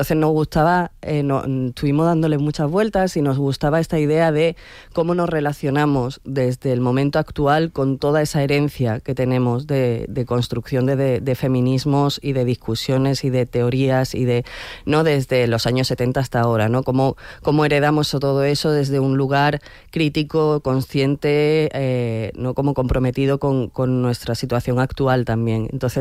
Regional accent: Andalusia, Spain; moved away as an adult; now in Barcelona, Spain; Yo soy andaluza y emigré a Cataluña para buscarme la vida después de terminar la carrera, como tantas otras andaluces.

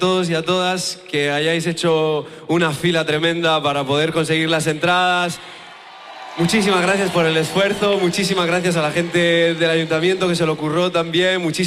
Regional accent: Cartagena, Region of Murcia, Spain; por venir a Cartagena a vernos y a ver la gente tan guapa y divertida que somos.

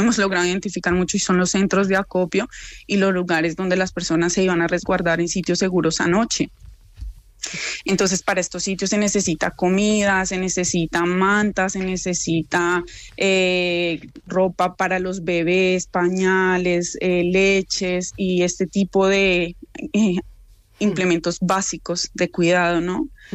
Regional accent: Bogotá, Colombia; asociación en la cual estamos varias colombianas de diferentes zonas del país. Yo, por ejemplo, pues soy de Bogotá

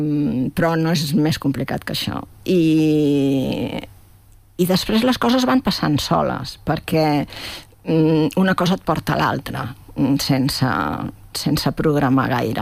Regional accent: Esparreguera, Catalonia, Spain; born there; jo vaig néixer a Esparreguera

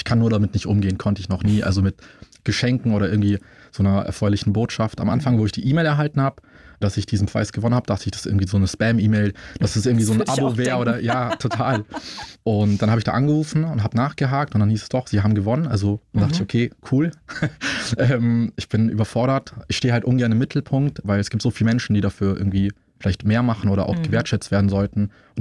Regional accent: Munich, Bavaria, Germany; Ich bin Münchner Kindl, auch wenn man es mir nicht ansieht. Ich bin in Schwabing aufgewachsen, das beste Viertel für mich.

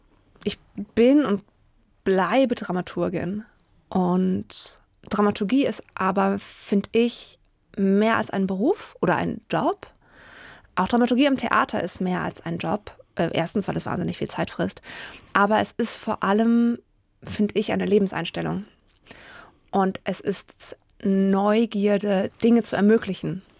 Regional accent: Berlin, Germany; moved away as an adult; also born or lived in Leipzig; now in Hesse, Germany; Ja, ich komme ursprünglich aus Berlin.

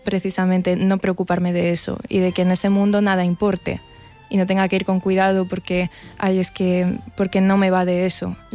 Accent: Barcelona, Catalonia, Spain; porque yo nací y me he criado en Barcelona

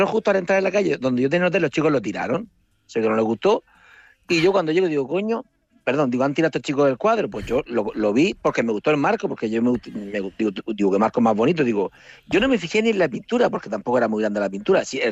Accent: Murcia, Region of Murcia, Spain; Digo, mire … soy de Murcia y tal.

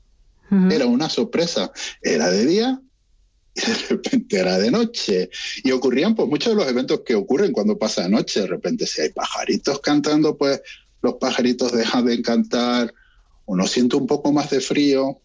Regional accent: Canary Islands, Spain; accent: Canarian; moved away as an adult; now in Andøya, Norway; verán en mi tono que soy canario, pues soy un canario emigrado al polo desde hace, pues llevo aquí desde 11 años.

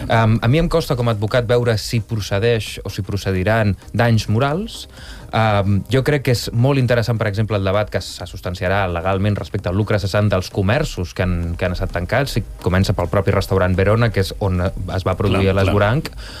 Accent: Barcelona, Catalonia, Spain; Jo vaig dir, no, jo sóc del Putxet i el Ferró. I un veí del Putxet em va dir, no, tu ets del Ferró.

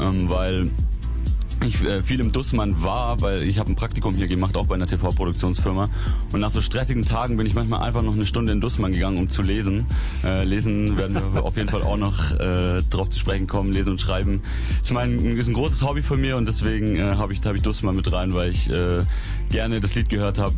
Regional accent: Herrenberg, Baden-Württemberg, Germany; moved away as an adult; also born or lived in Vienna; now in Berlin, Germany; Ich komme aus Herrenberg. Das ist so zwischen Stuttgart und Tübingen, eine richtig süße Kleinstadt mit so Fachwerkhäusern und ja, so mittelalterlich geprägt. Und bin von dort dann so mit 23 weggezogen nach Wien, in auch eine sehr schöne Stadt.

